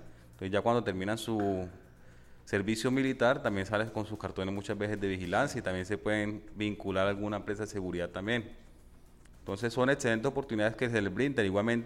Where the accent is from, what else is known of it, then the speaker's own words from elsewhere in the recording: Neiva, Huila, Colombia; ya que también pertenezco acá al Huila. Soy de Neiva Huila también